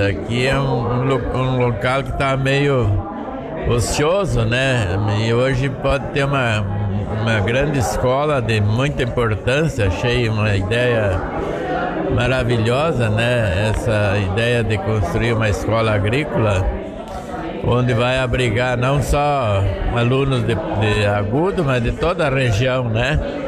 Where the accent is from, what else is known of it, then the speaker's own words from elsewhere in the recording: Três Vendas, Rio Grande do Sul, Brazil; also born or lived in Taquari / Restinga; Eu fiz admissão ao ginásio, saí de Três Vendas com um primário completo. E para entrar no ginásio tinha que ter a admissão ao ginásio, um ano de preparação. E eu fiz aqui. Daqui eu parti para Taquari, fiz lá a primeira e segunda série do ginásio.